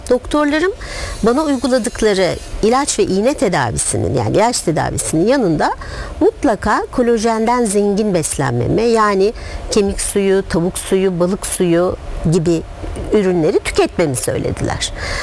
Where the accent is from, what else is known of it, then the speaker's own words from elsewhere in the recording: Istanbul, Turkey; Ben İstanbul'da doğdum, büyüdüm. Geleneksel bir ailede, büyük aşağı yukarı 3 kuşağın bir arada yaşadığı bir ailede büyüdüm.